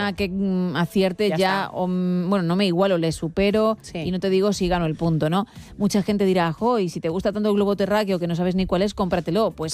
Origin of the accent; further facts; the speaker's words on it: Madrid, Community of Madrid, Spain; born there; No, nací en Madrid.